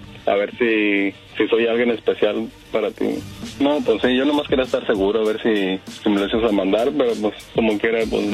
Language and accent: Spanish; Torreón, Coahuila, Mexico; miré que era de Torreón y pues yo también soy de Torreón